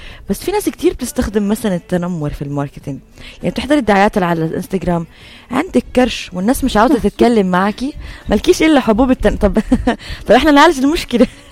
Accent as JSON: {"language": "Arabic", "country": "Syria", "said": "بقول له عفوا انا عمو، قلت له انا سوري يعني حقك علي"}